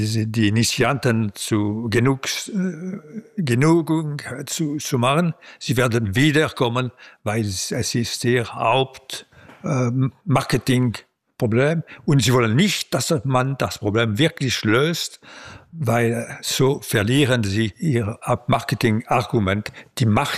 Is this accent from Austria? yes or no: no; Switzerland; Als Schweizer bin ich für die Verfassung.